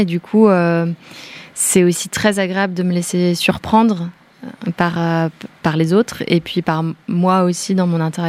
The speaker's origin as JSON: {"language": "French", "region": "Bourgogne-Franche-Comté", "country": "France"}